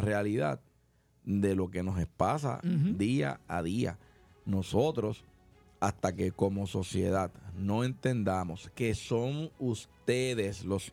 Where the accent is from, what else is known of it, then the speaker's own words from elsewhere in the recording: Puerto Rico; yo no soy el único puertorriqueño que gasto.